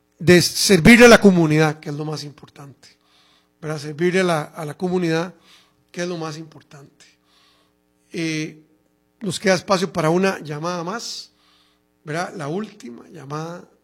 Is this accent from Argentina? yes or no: no; San José, Costa Rica; yo soy de Montes de Oca, San José, ¿verdad? Hace 30 años más o menos llegué a la municipalidad de San Pedro yo.